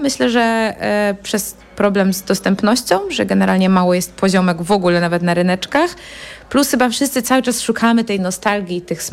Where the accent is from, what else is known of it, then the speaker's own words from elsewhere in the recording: Poznań, Greater Poland Voivodeship, Poland; I my jako poznaniacy lubimy ten format